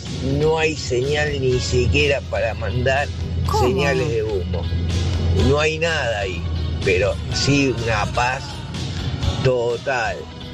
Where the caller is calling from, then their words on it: Floresta, Buenos Aires, Argentina; Buenos días, Caro, soy … de Floresta.